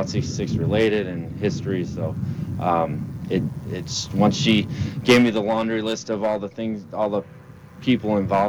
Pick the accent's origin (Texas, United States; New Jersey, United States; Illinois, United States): Illinois, United States; Plainfield; growing up in Plainfield on the gas station I grew up on was on 66